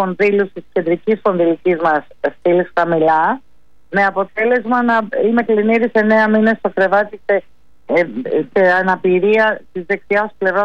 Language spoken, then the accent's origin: Greek; Athens, Attica, Greece; born there; Γεννήθηκα στην Αθήνα, η καταγωγή μου είναι από τη Μάνη, Λακωνική Μάνη, ναι.